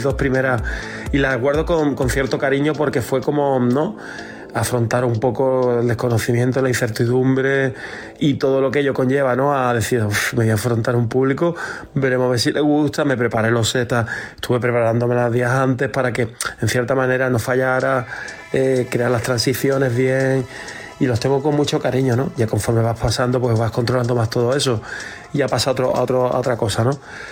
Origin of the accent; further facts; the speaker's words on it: Málaga, Andalusia, Spain; por haber sido también en Málaga, y por estar en mi tierra